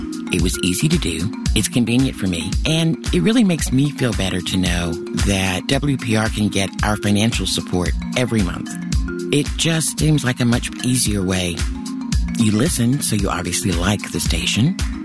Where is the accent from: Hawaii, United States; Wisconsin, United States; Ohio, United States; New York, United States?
Wisconsin, United States; Madison; from Madison, Wisconsin.